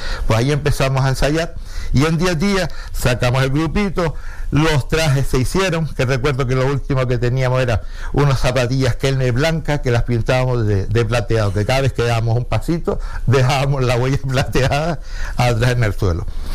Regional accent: Canary Islands, Spain; born there; antes de volvernos para Gran Canaria

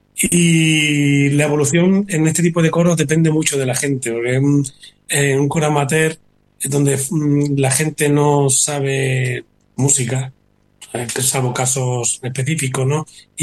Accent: Córdoba, Andalusia, Spain; now in Arrecife, Spain; la Catedral de Córdoba, que es mi tierra

